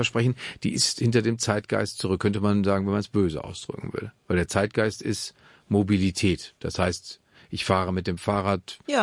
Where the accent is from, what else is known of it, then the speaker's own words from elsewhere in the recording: Germany; Aber wir sind also beide Deutsche. Wir sind beide Deutsche, was sollen wir sonst machen?